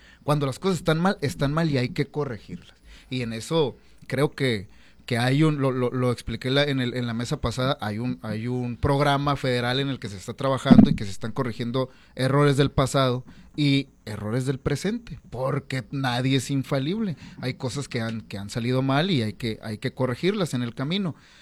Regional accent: Mexico; Lo digo como ciudadano, lo digo como mexicano.

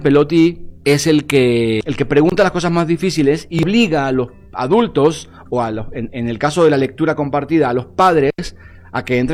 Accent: Argentina; Yo soy argentino, pero me río mucho

